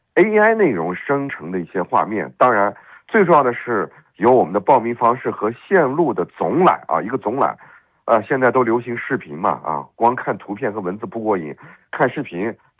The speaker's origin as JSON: {"language": "Chinese", "region": "Xinjiang", "country": "China"}